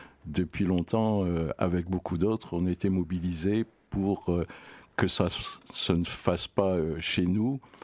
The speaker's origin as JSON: {"language": "French", "region": "Brittany", "country": "France", "said": "Bon, en tant que Breton et de la pointe de Bretagne qui était visé pour installer des centrales nucléaires"}